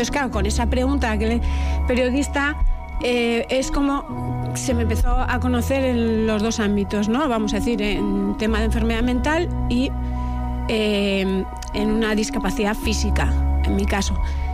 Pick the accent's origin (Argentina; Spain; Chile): Spain; Mungia, Basque Country; Bueno, ¿qué voy a decir yo? Mi pueblo, ¿no? Toda la vida viviendo allí y es mi casa.